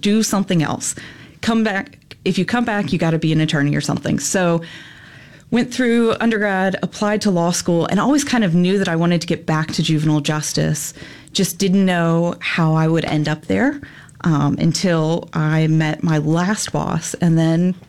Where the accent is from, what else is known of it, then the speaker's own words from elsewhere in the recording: Virginia, United States; to do an internship after my sophomore year of college with the Family Services Unit in Virginia, in my hometown, and went through the summer and absolutely fell in love with it.